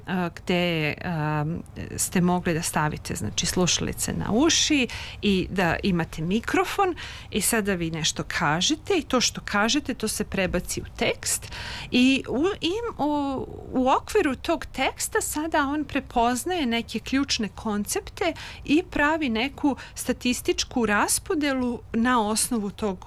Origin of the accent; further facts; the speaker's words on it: Peć, Peć District, Kosovo; now in Serbia; Tako je, rođena sam u Metohiji, u Peći, tamo sam završila osnovnu školu